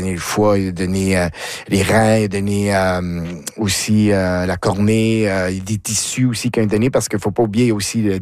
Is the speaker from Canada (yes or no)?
yes; McLeod, New Brunswick, Canada; J'ai aimé surtout le fait que tu as dit que j'étais originaire de McLeod.